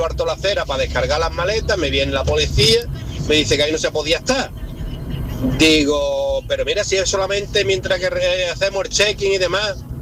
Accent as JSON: {"language": "Spanish", "town": "Huelva", "region": "Andalusia", "country": "Spain", "lives_now": "Málaga, Spain", "said": "Y como vivo en Málaga y soy de Huelva, ¿dónde voy a ir yo de vacaciones?"}